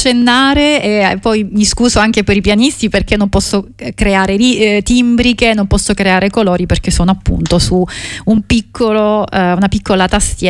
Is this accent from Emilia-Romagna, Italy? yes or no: no; Calabria, Italy; now in Brussels, Belgium; fare sentire la nostra voce da calabresi, da Bruxelles, ma anche quando siamo in Calabria